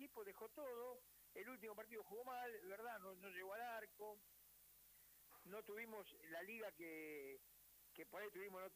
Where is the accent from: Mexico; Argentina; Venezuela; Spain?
Argentina; yo como argentino estoy agradecido